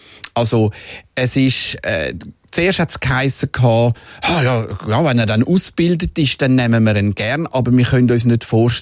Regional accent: Zurich, Switzerland; also born or lived in Winterthur; oder wo wir von Winterthur auf Zürich gezügelt sind und es im Quartier nicht mehr normal war, weil ich bin ja zuerst in Winterthur aufgewachsen, bei den ersten 7 Jahren.

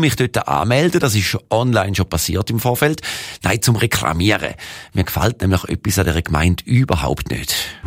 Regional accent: Thurgau, Switzerland; Und mich zieht es ja wieder vom wunderschönen Toggenburg zurück in meine Heimat in Kanton Thurgau.

